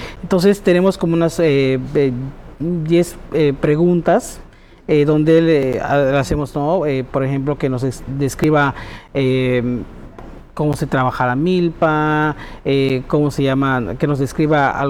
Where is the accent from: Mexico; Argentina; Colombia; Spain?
Mexico; Yucatán